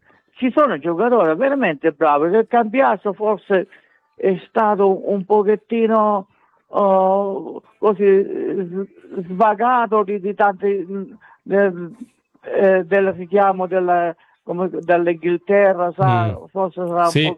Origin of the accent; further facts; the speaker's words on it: Giardini Naxos, Sicily, Italy; Io sono siciliano dalla provincia Giardini Naxos.